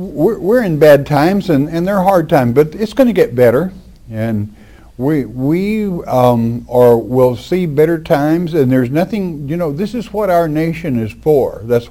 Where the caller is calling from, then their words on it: Colorado, United States; from Colorado.